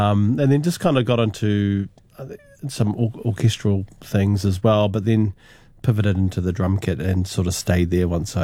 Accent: New Zealand; It was definitely hard especially for my friends who are also Māori or, they struggled.

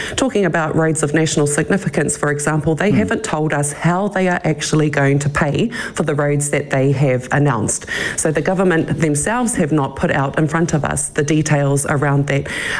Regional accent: Northland, New Zealand; I come from Northland, so there are areas in Northland that don't have public transport.

